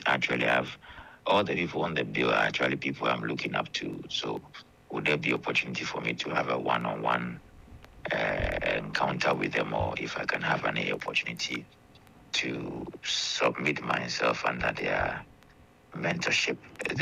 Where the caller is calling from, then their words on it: Atebubu, Bono East, Ghana; Well, okay. So me, I'm actually calling from Atebubu.